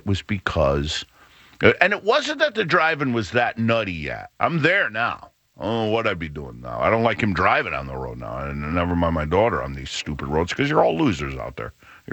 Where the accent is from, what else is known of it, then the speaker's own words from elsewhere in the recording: New Haven, Connecticut, United States; I grew up in Morris Cove. We had sidewalks.